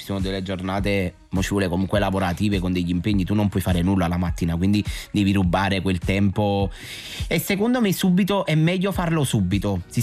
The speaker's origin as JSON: {"language": "Italian", "town": "Naples", "region": "Campania", "country": "Italy", "said": "Io amo Napoli, ma non ovviamente perché sono napoletano."}